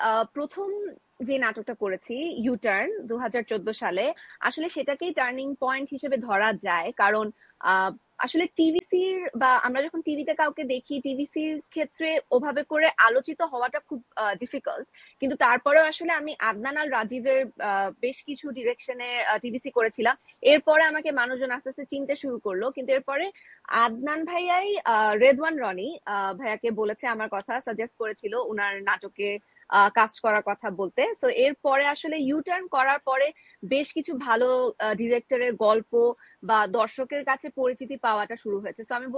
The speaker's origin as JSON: {"language": "Bangla", "town": "Dhaka", "region": "Dhaka Division", "country": "Bangladesh", "tie": "born or raised there", "also_born_or_lived": "Chittagong", "said": "তখন আমার আব্বু আম্মু, মানে আমি চিটং থেকে ঢাকায় মুভ করি 40 দিন বয়সে। তো"}